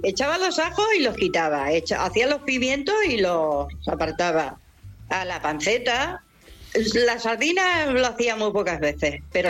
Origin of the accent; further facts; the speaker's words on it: Málaga, Andalusia, Spain; Y yo soy de Málaga.